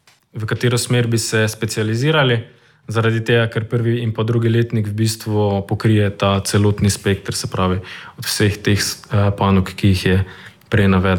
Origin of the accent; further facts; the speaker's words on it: Radenci, Pomurska, Slovenia; moved away as an adult; also born or lived in Maribor; now in Ljubljana, Slovenia; Jaz sem sicer iz vzhodnih krajev Slovenije, sem iz Radencev, tako da v srednjo šolo sem hodil v Maribor, v srednjo elektroračunalniško šolo Maribor.